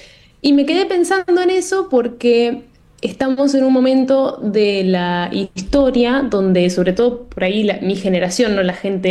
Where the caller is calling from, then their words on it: Verona, Veneto, Italy; Sigo en Verona, en la ciudad de Verona